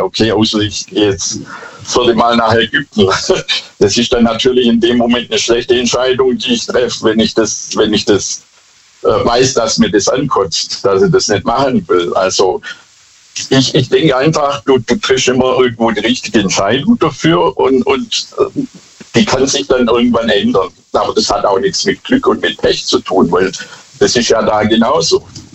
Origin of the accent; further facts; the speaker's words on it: Bad Boll, Baden-Württemberg, Germany; Hallo, hier ist … ich komme aus Bad Boll.